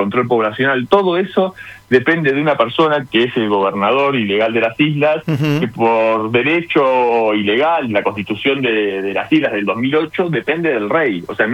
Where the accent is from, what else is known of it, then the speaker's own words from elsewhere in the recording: Argentina; no voy a poder porque me van a rechazar la solicitud porque soy argentino